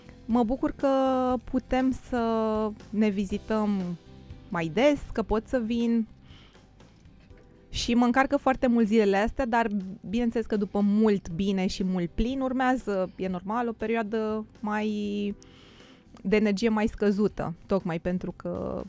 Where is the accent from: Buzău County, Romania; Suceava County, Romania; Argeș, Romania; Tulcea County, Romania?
Argeș, Romania; Pitești; moved away as an adult; also born or lived in Brașov; now in Italy; sunt din Pitești. Pentru că păream destul de bine integrat aici.